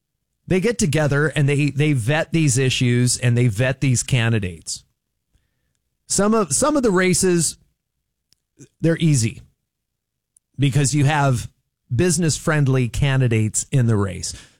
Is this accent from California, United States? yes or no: yes; Orange County, California, United States; now in Central Valley, California, United States; I'm from Orange County, which for over a century was the most reliably Republican county in the United States. It's not anymore.